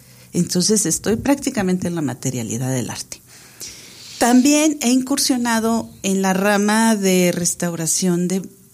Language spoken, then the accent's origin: Spanish; Durango, Mexico; moved away; Regreso a Durango, sinceramente, siempre regreso a mi tierra, voy y vengo